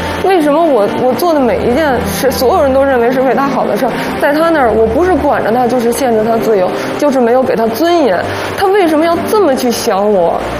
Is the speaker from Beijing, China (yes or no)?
yes; Beijing, China; moved away; 因为他们都觉得我是北京的，肯定过两年就走了